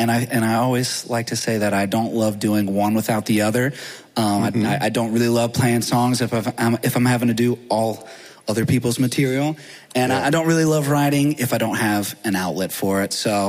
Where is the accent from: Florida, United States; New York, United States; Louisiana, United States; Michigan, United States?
Louisiana, United States; Baton Rouge; now in Nashville, United States; did grow up in Louisiana, and I feel like it definitely seeps into the music a little bit. I love where I grew up in Baton Rouge